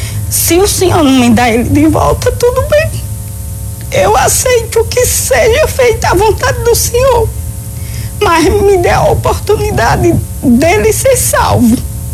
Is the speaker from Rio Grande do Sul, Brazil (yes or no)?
no; Alagoas, Brazil; moved away as an adult; Eu saí de Alagoas, fiquei lá em São Paulo com ele, no hospital